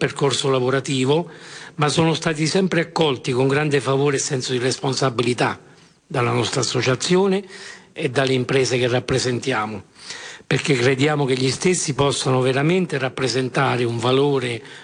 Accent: Abruzzo, Italy; Io vengo dall'Abruzzo, una regione che è stata colpita duramente due volte, sia nel 2009, mia madre era aquilana, mio papà teramano

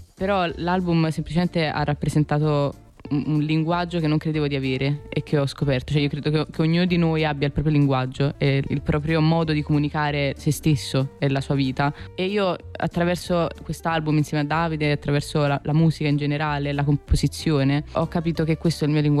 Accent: Naples, Campania, Italy; Cioè, da napoletana, ma da persona che vive vicino al mare

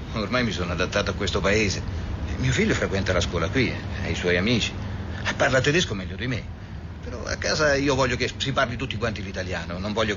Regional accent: Apulia, Italy; moved away as an adult; Io sono pugliese. Sono originario di un paesino tra Brindisi e Lecce.

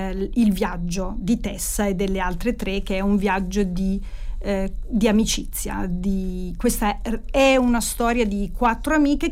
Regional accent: Fano, Marche, Italy; moved away as an adult; now in Bologna, Italy; da una parte Fano, la mia infanzia e la mia adolescenza, e poi il passaggio all'età adulta nella città di Bologna.

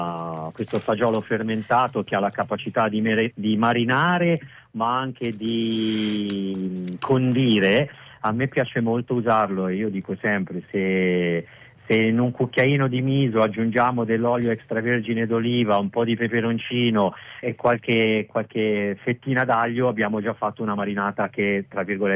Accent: Milan, Lombardy, Italy; born there; Io sono nato a Milano

